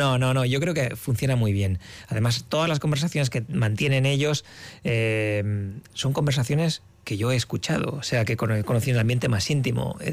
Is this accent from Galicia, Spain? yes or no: no; La Rioja, Spain; also born or lived in Zaragoza; now in San Sebastián, Spain; Soy riojano, trabajaba y vivía en Zaragoza y me he casado con una donostiarra.